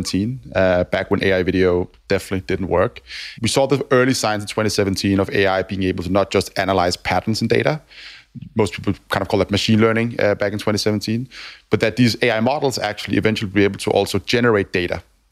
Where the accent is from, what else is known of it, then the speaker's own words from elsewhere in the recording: Copenhagen, Capital Region of Denmark, Denmark; moved away as an adult; now in London, United Kingdom; So I grew up in Denmark, in Copenhagen.